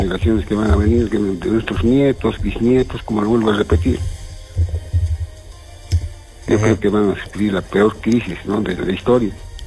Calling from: Peru

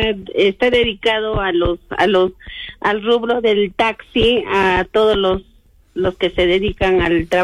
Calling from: Arequipa, Peru; De Alto Selva Alegre.

